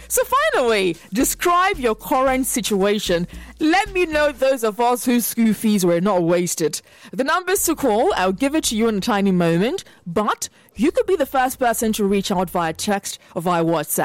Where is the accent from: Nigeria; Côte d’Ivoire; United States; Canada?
Nigeria